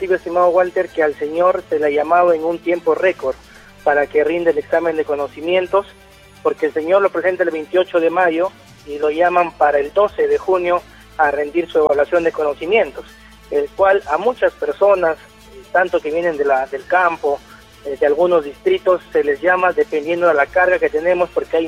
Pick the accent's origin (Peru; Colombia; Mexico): Peru; Pucará, Cajamarca; Yo acepto que soy de Pucará